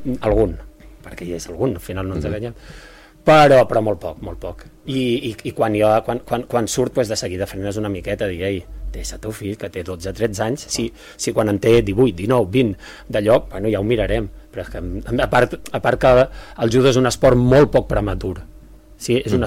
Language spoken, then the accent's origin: Catalan; Santpedor, Catalonia, Spain; moved away; jo soc de Santpedor, ara fa molts que visc aquí